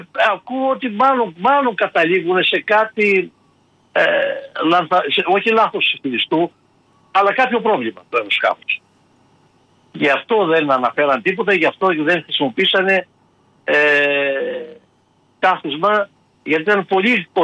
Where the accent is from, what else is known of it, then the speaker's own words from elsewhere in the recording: Pramanta, Epirus, Greece; είναι από το χωριό μου. Λοιπόν, από Πράμαντα Ιωαννίνων.